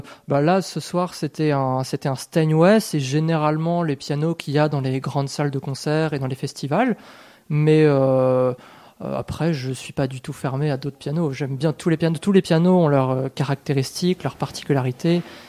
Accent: Blois, Centre-Val de Loire, France; Alors, moi, je suis originaire donc de Blois, donc c'est pas très loin.

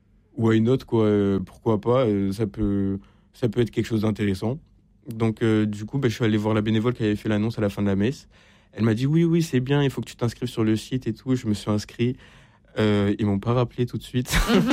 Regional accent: Montpellier, Occitanie, France; parce que de base, je viens de Montpellier.

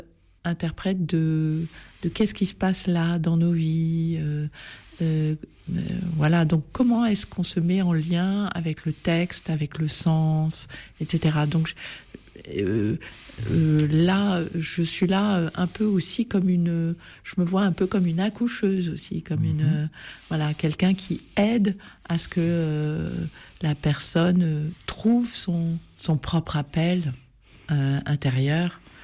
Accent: Normandy, France; moved away; viens d'un milieu catholique, je suis née dans une ferme, enfin je ne suis pas née, j'ai grandi dans une ferme en Seine-Maritime.

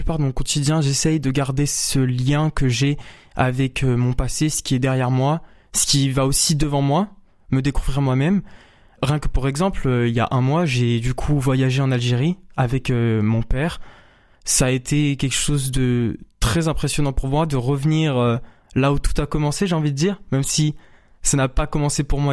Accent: Montpellier, Occitanie, France; born there; also born or lived in Avignon / Le Pontet; Je suis pas exactement né à Montpellier, je suis né à Avignon. J'ai grandi là dans un petit village qui est Le Pontet, mais je suis venu à Montpellier très tôt, enfin vers mes 10 ans.

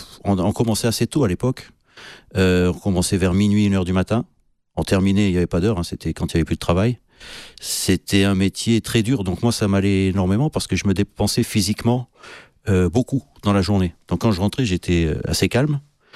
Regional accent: Antibes, Provence-Alpes-Côte d'Azur, France; also born or lived in Cannes / Mougins; Alors mon enfance, elle s'est passée sur la Côte d'Azur. Je suis né à Cannes. J'ai vécu quelques temps à Antibes avec mes parents et ensuite à Mougins. Où j'ai grandi depuis l'âge de 8 ou 9 ans, à peu près.

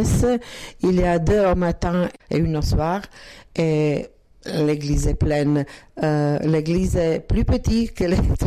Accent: Zagreb, City of Zagreb, Croatia; French is a second language; Nous viendrons de Zagreb, de capitale, et nous habitons à une petite paroisse, mais pas petite. Il y a 7000 habitants. Et aussi, c'est une paroisse plus vieille

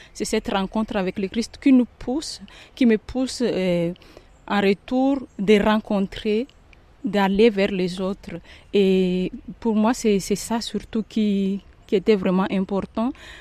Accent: Madagascar; now in Moselle, France; je viens de Madagascar.

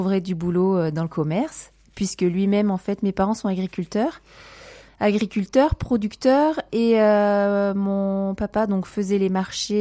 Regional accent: Solignac-sur-Loire, Auvergne-Rhône-Alpes, France; also born or lived in Le Puy-en-Velay; Alors je suis une pure souche de Haute-Loire, donc je suis née au Puy-en-Velay. J'ai passé mon enfance sur Solignac-sur-Loire, plus précisément dans le plus beau village juste à côté, à Gisoux.

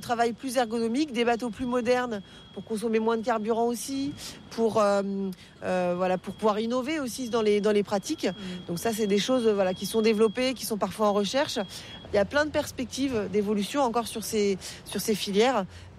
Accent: Cairo, Cairo Governorate, Egypt; Pareil, moi je suis du Caire

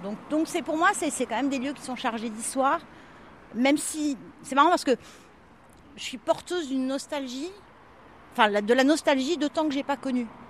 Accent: Nice, Provence-Alpes-Côte d'Azur, France; born there; Et si je suis née à Nice, c'est parce que mes parents étaient en Allemagne

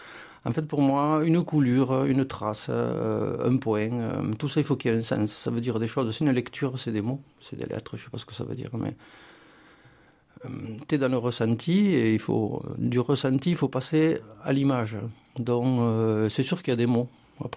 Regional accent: Spain; now in Aude, France; Donc, quand je suis ici, je me dis que je suis espagnol au doigt et à l'œil. Tu vois. Pour moi, l'Aude, c'est une belle région et c'est un peu mon pays, en fait, quelque part.

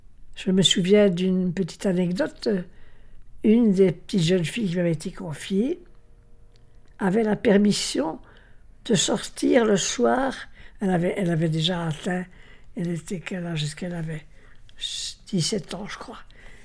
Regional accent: Charleroi, Wallonia, Belgium; Non, je suis née à Charleroi et j'y étais. Je vivais à Charleroi.

